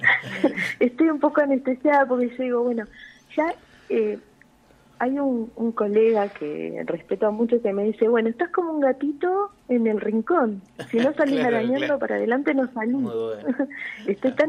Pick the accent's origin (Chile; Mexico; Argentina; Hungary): Argentina; San Cayetano, Buenos Aires Province; now in Balcarce, Argentina; soy de un pueblito más chiquito, San Cayetano se llama, que está acá en la provincia de Buenos Aires, y mi familia vive en Necochea, así que somos todos sudestes.